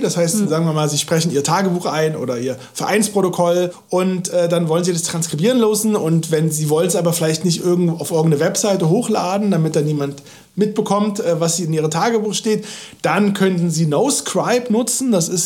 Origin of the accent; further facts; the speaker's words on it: Halle, Saxony-Anhalt, Germany; moved away as an adult; now in Berlin, Germany; ich bin gebürtig aus Halle und habe da 25 Jahre gelebt, wohne jetzt in Berlin.